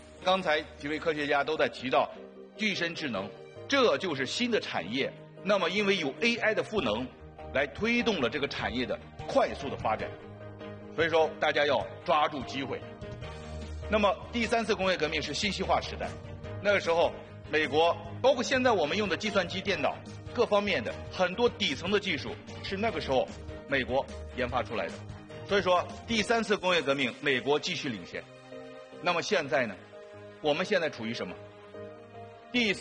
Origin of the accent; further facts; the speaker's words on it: China; 我们作为中国人